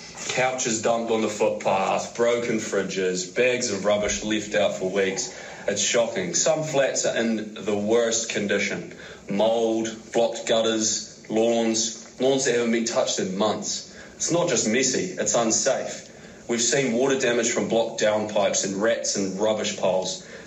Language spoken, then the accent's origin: English; Dunedin, Otago, New Zealand; I grew up in Dunedin.